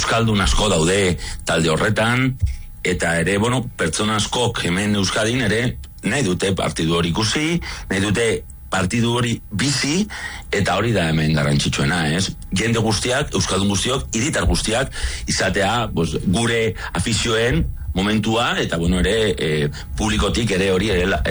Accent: Basque Country, Spain; ni arabarra naiz, euskalduna naiz, espainiarra naiz, eta europarra naiz

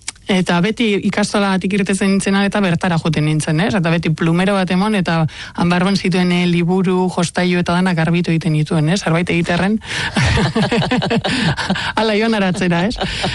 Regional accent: Amorebieta-Etxano, Basque Country, Spain; txikian nintzenean, bueno, nire Zornotza, nire herrian, nire Osabak eta Izekok bazeukaten liburu denda bat

